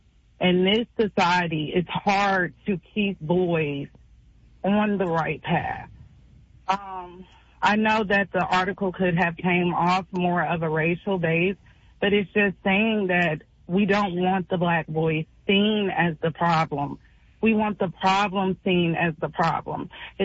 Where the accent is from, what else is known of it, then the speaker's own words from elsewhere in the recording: Champaign, Illinois, United States; So I'm born and raised in Champaign. My family is from Champaign, Urbana.